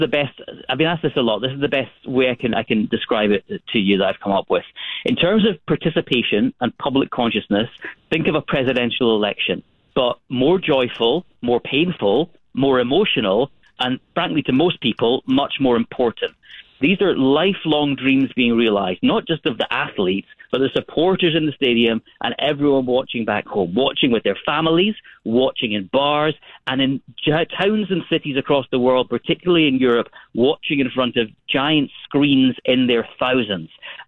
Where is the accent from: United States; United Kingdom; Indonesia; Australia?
United Kingdom; Scotland; I'm Scottish, so I'm supporting Scotland.